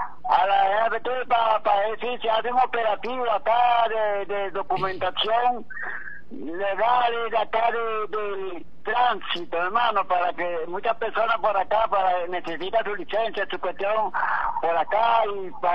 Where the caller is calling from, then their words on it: Venezuela; De Villa Celestial, hermano, Villa Celestial